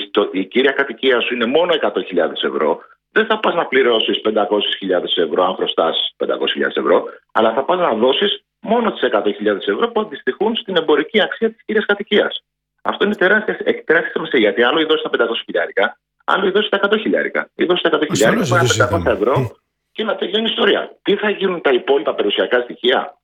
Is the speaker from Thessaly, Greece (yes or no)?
no; Kardamyli, Peloponnese, Greece; Και σας περιμένω και στο χωριό μου στην Καρδαμίλη, στη Μάνη.